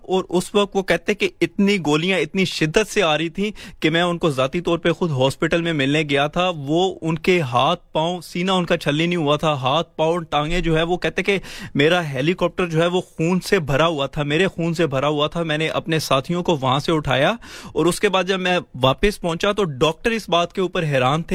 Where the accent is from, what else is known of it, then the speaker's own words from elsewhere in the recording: Lahore, Punjab, Pakistan; آپ نے لاہور کی بات کی, میرا تعلق بھی لاہور سے ہے